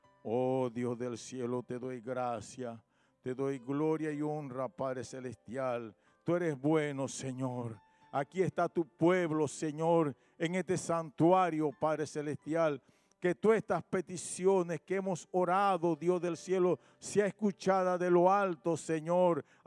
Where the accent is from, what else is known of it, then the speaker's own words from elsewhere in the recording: Panama; Panamá es de Cristo, Padre, la sangre de Jesucristo está en nuestro país